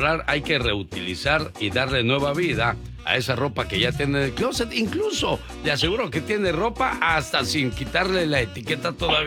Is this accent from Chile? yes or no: no; Michoacán, Mexico; moved away; un día salí de Michoacán, pero Michoacán nunca salió de mí.